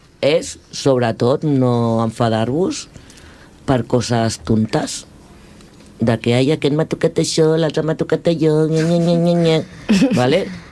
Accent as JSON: {"language": "Catalan", "region": "Catalonia", "country": "Spain", "said": "Jo aquí, a Catalunya, ho tinc claríssim. Jo aquí, d'aquí no em moc."}